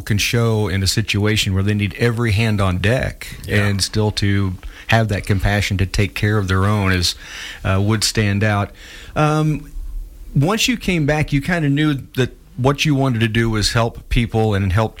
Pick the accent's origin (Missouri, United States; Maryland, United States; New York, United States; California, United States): Missouri, United States; I grew up in Missouri. There weren't the geeks and the meatheads and the jocks.